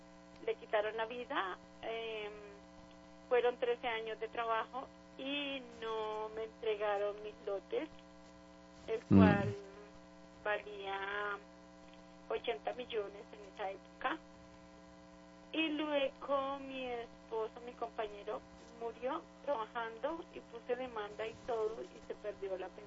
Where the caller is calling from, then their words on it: Bogotá, Colombia; en este momento pago arriendo, vivo en Bogotá. Y no tengo casa.